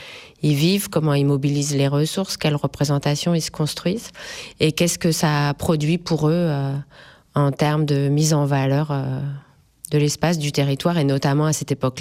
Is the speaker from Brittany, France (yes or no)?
yes; Brittany, France; born there; also born or lived in Île-de-France; now in Occitanie, France; je suis originaire de Bretagne, puis de région parisienne.